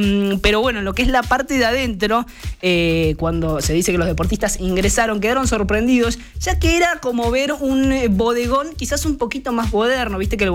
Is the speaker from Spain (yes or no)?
no; Argentina